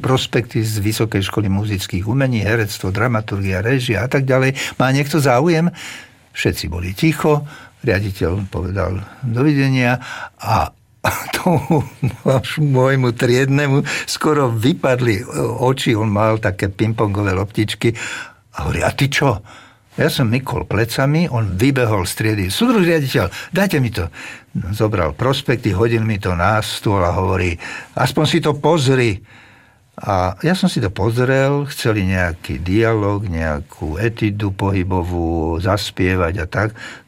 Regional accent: Bratislava Region, Slovakia; accent: Záhorie dialect; aj otec s nami často hovorili, teda na nás hovorili po nemecky a my sme odpovedali po záhorácky, lebo mama bola záhoráčka.

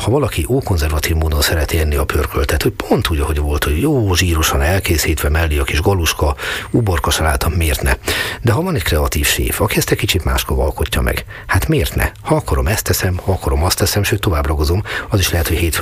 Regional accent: Hungary; attól én még jó magyar vagyok.

